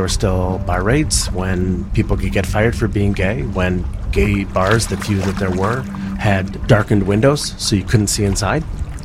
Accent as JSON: {"language": "English", "town": "Madison", "region": "Wisconsin", "country": "United States", "lives_now": "Chicago, United States", "said": "I am originally from Madison, Wisconsin, but I've been in Chicago for 36 years."}